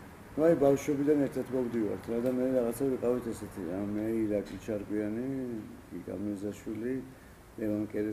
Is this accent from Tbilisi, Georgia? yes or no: yes; Tbilisi, Georgia; born there; moved away as an adult; also born or lived in Moscow